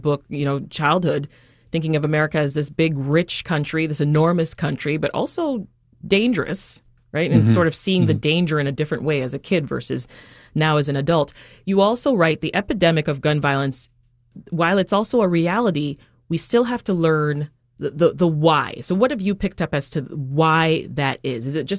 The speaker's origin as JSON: {"language": "English", "country": "Canada", "tie": "born or raised there", "moved": "yes", "lives_now": "United States", "said": "we are two people who grew up with Caribbean roots and in Canada and had the experience of looking at the U.S. from outside, right? Before we actually lived and worked here."}